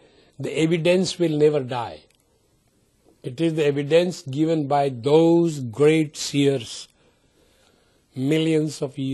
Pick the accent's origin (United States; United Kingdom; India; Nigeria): India; I came from India. I brought Indian culture now.